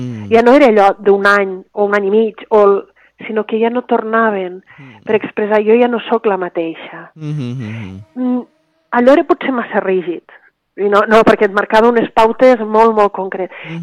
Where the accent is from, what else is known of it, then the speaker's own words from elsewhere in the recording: Lleida, Catalonia, Spain; hi havia padrines, jo sóc de Lleida, hi havia àvies